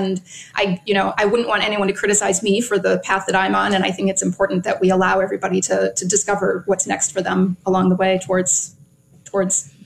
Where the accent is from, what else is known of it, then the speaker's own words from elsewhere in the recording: Toledo, Ohio, United States; now in Chicago, United States; I grew up in Ohio, in Toledo, Ohio, actually, but I've been here in Chicago for 25 years, so it feels like home now.